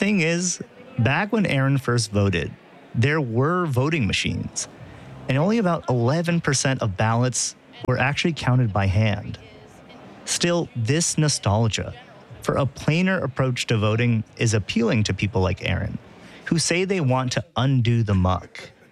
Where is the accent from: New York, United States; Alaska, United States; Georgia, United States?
New York, United States; Long Island; I'm from Long Island, but that's besides the point